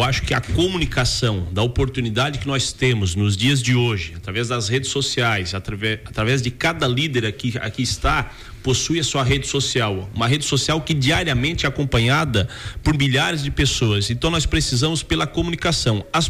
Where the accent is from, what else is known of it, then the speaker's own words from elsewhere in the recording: Santa Catarina, Brazil; Nós somos do Sul.